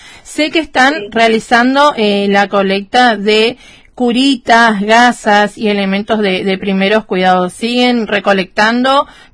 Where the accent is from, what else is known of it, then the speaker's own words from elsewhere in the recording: Corrientes, Argentina; nosotros que somos correntinos de ley